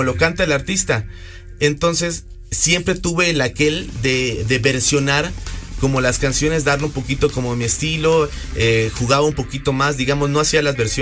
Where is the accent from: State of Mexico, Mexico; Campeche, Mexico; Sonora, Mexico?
Campeche, Mexico; moved away as an adult; now in Puebla, Mexico; Soy de Campeche y me vine a estudiar a la universidad, a la ciudad de Puebla.